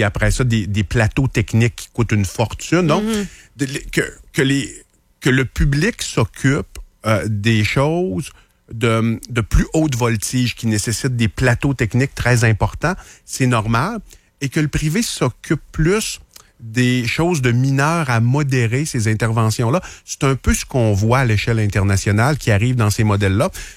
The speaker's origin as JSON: {"language": "French", "town": "Saguenay", "region": "Quebec", "country": "Canada", "tie": "born or raised there", "moved": "as an adult", "said": "Moi, j'ai demeuré quand même 8 ans à Québec. Hein. J'ai fait mon doctorat en médecine à Québec, donc je connais très bien la ville. Je suis originaire de Chicoutimi. Une bonne partie de ma famille est encore à Chicoutimi."}